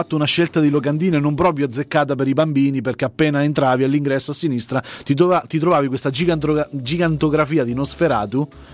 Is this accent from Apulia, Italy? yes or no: no; Lazio, Italy; essendo cresciuto, anche essendo del quartiere. Sì, anch'io ero sono di Via dei Velini